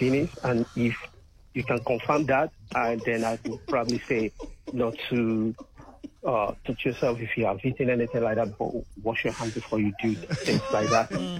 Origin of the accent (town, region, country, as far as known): Nigeria; now in United Kingdom